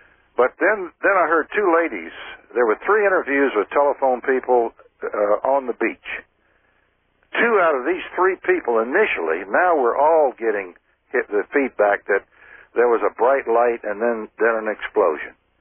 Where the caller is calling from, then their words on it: Galveston, Texas, United States; I'm calling from Galveston Island in the Gulf of Mexico. That's Galveston, Texas.